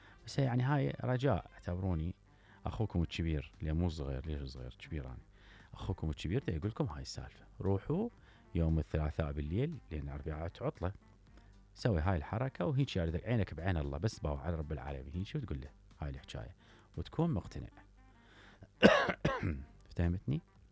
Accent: Iraq; عندنا بالعراق

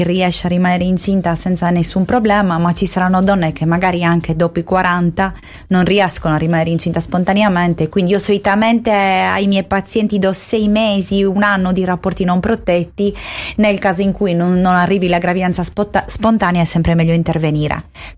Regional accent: Sardinia, Italy; moved away as an adult; now in Barcelona, Spain; la mia terra, che è la Sardegna, che amo

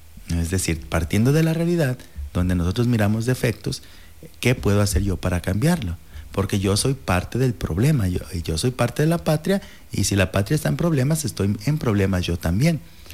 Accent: Mexico; es necesario que nosotros como mexicanos, miembros, integrantes de esta patria, seamos realistas

